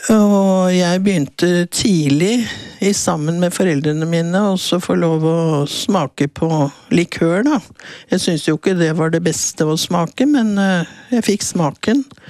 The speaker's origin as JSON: {"language": "Norwegian", "region": "Oslo", "country": "Norway", "tie": "born or raised there", "said": "Jeg var født i Oslo i 1943, såkalt krigsbarn. Jeg ble født bak blendingsgardiner på Josefinegaten klinikk, og vokste jo opp der, og gikk på skole der frem til syvende klasse da, for å flytte til Bøler, en av disse nye drabantbyene som vokste opp rundt Oslo."}